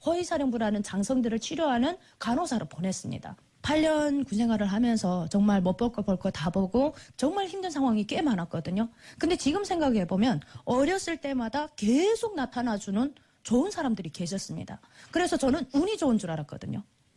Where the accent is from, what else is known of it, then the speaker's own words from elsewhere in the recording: North Korea; moved away as an adult; now in South Korea; 북한에서는 할수 없지만 다른 나라에 가서 할 수가 있겠다라고 해서 제가 탈북을 했습니다.